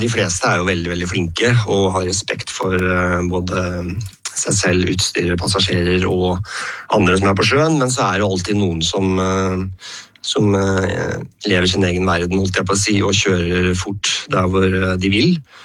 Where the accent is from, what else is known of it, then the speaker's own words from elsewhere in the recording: Sandefjord, Vestfold, Norway; jeg begynte jo med en liten båt hjemme i Sandefjord